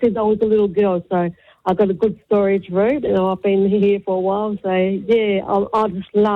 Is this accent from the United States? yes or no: no; Perth, Western Australia, Australia; born there; I'm Italian background, yes. Yeah. But I was born in Perth